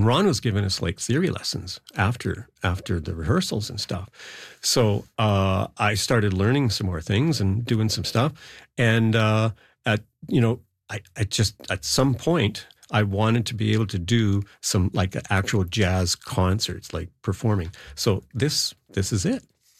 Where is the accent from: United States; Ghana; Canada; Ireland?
Canada; Ontario; moved away as an adult; I was a little older because I came from Ontario, and I went to grade 13, and then I worked for a year. I was 21.